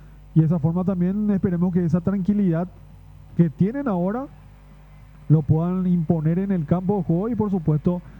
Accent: Paraguay

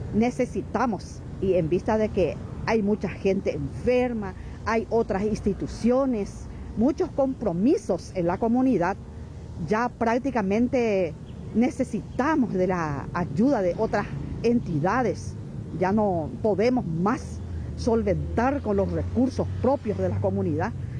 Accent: Costa Espinillo, Paraguay; Yo también estoy apoyando a esta comunidad porque yo soy nacida y criada en Costa Espinillo.

